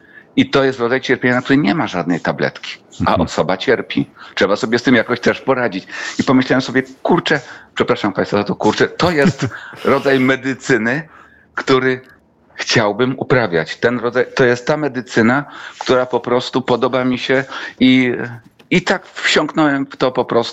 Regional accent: Kraków, Lesser Poland, Poland; also born or lived in Warsaw; jestem krakusem, można powiedzieć, z epizodem warszawskim, który był epizodem bardzo, bardzo ważnym w moim życiu.

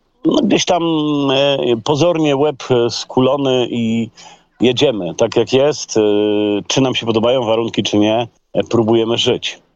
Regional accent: Greater Poland Voivodeship, Poland; bo ja jestem wielkopolaninem.

